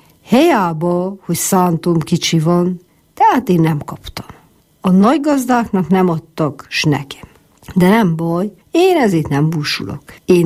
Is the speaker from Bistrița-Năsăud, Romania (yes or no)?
no; Sândominic, Harghita, Romania; valahogy így nőttünk fel, így nő fel itt a gyermekes.